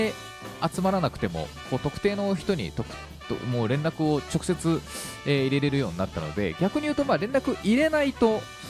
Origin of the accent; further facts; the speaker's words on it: Nagoya, Aichi, Japan; 高校大学大学院と、僕の地元の名古屋でずっと過ごしてて